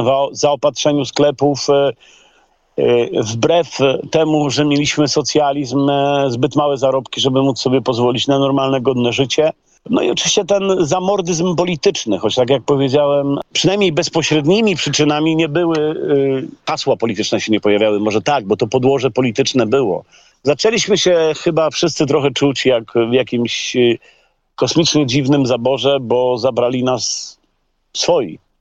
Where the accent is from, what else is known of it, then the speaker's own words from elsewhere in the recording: Greater Poland Voivodeship, Poland; bo ja jestem wielkopolaninem.